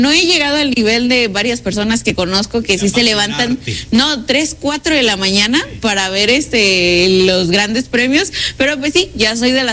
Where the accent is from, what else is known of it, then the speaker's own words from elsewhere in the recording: Mexico; más como mexicanos, nos toca apoyar a personas como Noel